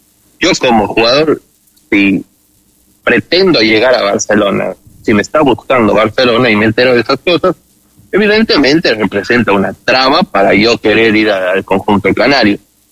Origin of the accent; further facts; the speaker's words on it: Ecuador; como ecuatoriano le digo